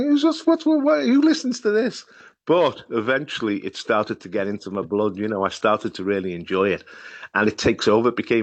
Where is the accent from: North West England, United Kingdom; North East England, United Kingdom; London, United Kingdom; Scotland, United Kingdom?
North West England, United Kingdom; Liverpool; also born or lived in Cambridge; I'm from North Liverpool, but I went to Cambridge